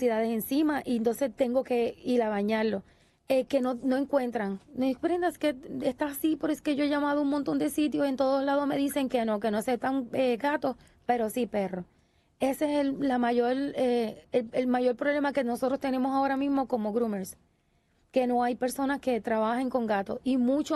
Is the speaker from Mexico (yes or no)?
no; Bayamón, Puerto Rico; Yo soy de Bayamón, pero yo hago rutas por pueblo.